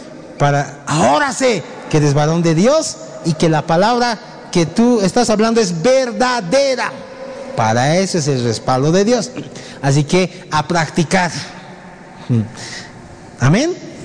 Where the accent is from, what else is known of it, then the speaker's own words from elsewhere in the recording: Bolivia; somos bolivianos